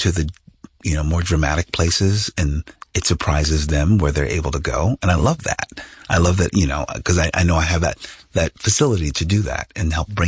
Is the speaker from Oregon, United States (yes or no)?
no; Philadelphia, Pennsylvania, United States; Inner city West Philadelphia, where, you know, a lot of blue collar folks. I was the first in my family to go to college.